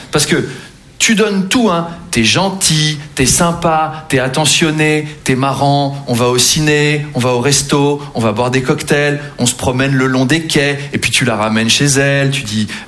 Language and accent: French; Versailles, Île-de-France, France; born or raised there